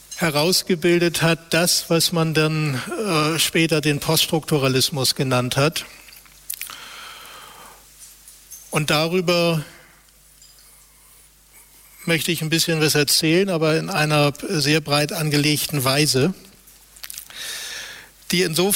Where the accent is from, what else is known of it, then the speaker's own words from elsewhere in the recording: Hamburg, Germany; ich bin aus Hamburg, also Westdeutschland respektive Bundesrepublik.